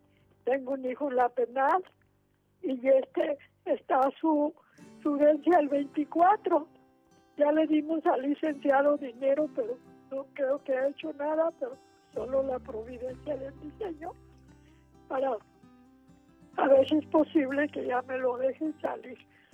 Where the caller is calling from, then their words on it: Tonalá, Jalisco, Mexico; De aquí, de Tonalá.